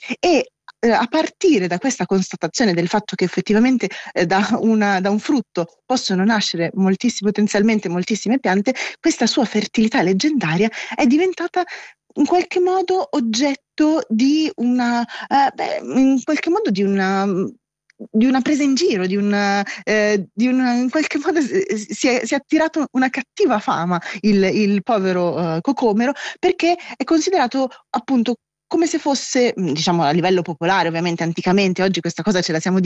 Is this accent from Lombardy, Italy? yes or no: yes; Milan, Lombardy, Italy; born there; now in Rome, Italy; io che sono settentrionale, insomma che sono nata a Milano, l'ho sempre sentito chiamare anguria, mentre invece effettivamente dove vivo ora a Roma si parla più che altro di cocomero